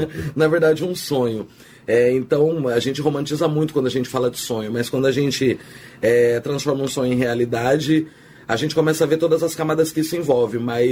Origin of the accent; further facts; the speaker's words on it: Campinas, São Paulo, Brazil; Cara, Vila Castelo Branco, prefiro chamar como Vila Bela. Uhum. E a Vila Bela é um bairro, né, periférico aqui de Campinas.